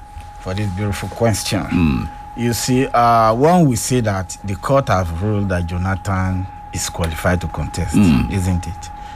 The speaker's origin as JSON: {"language": "English", "region": "southern Nigeria", "country": "Nigeria", "said": "as a Southerner"}